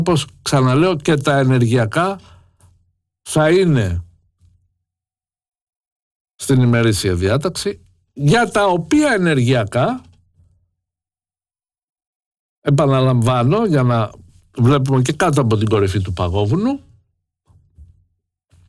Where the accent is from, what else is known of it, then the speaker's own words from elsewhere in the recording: Greece; και εμείς ως Έλληνες